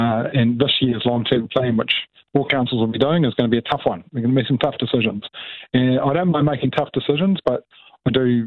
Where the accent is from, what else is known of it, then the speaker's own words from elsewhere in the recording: Whanganui, Manawatū-Whanganui, New Zealand; I've never been in local government before, but I was born here in Whanganui. The day Neil Armstrong walked on the moon, actually, brought up on a hill country farm.